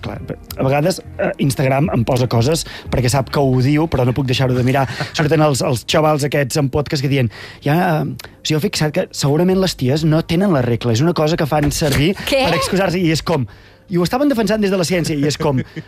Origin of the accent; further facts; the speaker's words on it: Vic, Catalonia, Spain; Jo soc, pels de fora de Vic, soc de Vic, però per la gent de Vic soc de la Serra de Sant Ferm.